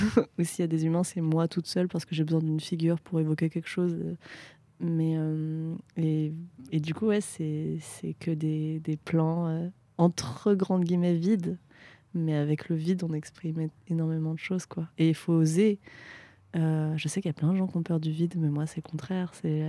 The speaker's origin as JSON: {"language": "French", "country": "France", "tie": "born or raised there", "said": "ce fait que je peux pas communiquer autant dans ma manière dont j'ai grandi en France, parce que l'éducation, mais aussi au Vietnam en fait, parce que je peux pas parler vietnamien."}